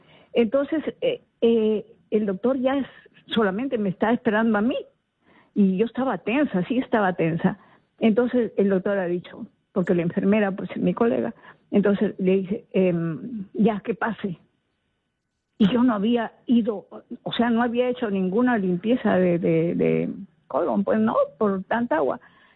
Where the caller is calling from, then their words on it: Chepén, La Libertad, Peru; yo vivo en Chepén